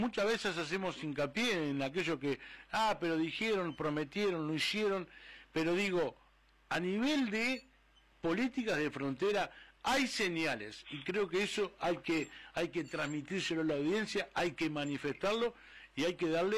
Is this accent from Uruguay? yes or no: yes; Paso de los Toros, Tacuarembó, Uruguay; moved away as an adult; now in northern Uruguay; Yo desde que estoy en el norte del país, yo soy de Paso de los Toros, yo hace 14 años que estoy acá, desde que estoy en el norte del país